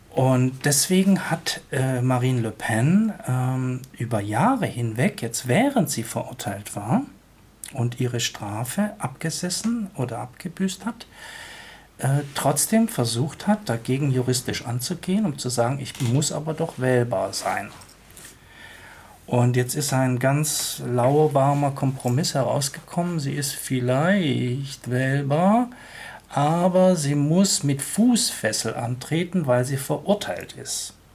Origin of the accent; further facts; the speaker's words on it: Germany; also born or lived in France; ich bin nicht nur Deutscher, ich bin auch Franzose, ich bin Europäer